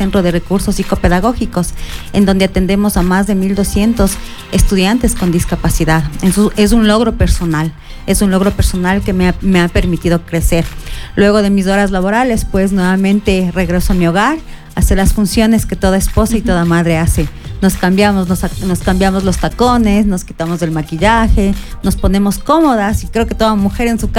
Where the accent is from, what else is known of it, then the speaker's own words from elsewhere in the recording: Otavalo, Imbabura, Ecuador; born there; Bueno, yo soy una mujer otavaleña. Mi madre es del Oro, mi padre es de Otavalo, nací en Otavalo.